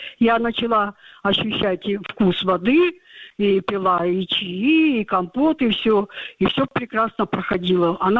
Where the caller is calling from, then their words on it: Chelyabinsk, Chelyabinsk Oblast, Russia; Я из Челябинска.